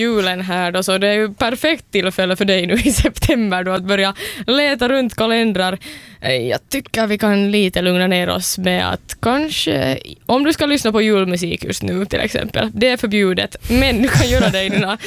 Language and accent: Swedish; Southwest Finland, Finland; Vi är alla åbolänningar här